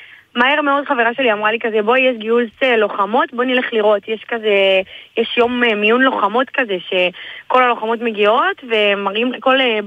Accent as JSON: {"language": "Hebrew", "town": "Yavne", "region": "Central District", "country": "Israel", "said": "בת 24 עוד מעט, מיבני."}